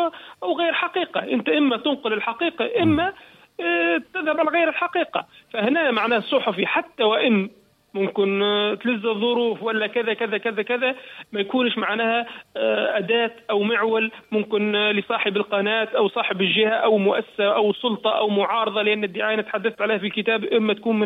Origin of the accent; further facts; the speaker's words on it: southern Tunisia, Tunisia; أنا مثلا من الجنوب التونسي